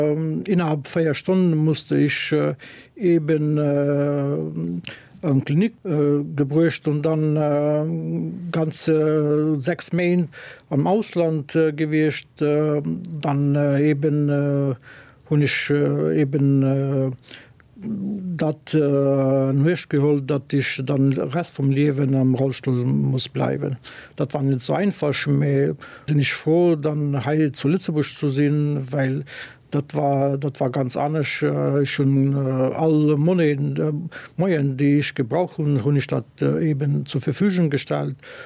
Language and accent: German; Tetovo, Polog, North Macedonia; German is a second language; Ich komme aus Westens Mazedonien. Ich war gebürtig zu Tetovo. das in Stadt vom Ball 80.000 Awohner mein Eltern sind am Fongol von Region Nationalpark Mavrovo ja.